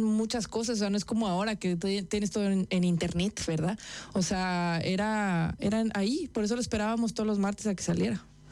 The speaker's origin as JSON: {"language": "Spanish", "town": "Monterrey", "region": "Nuevo León", "country": "Mexico", "said": "Adal Ramones es de la ciudad de Monterrey, ahí de donde soy yo."}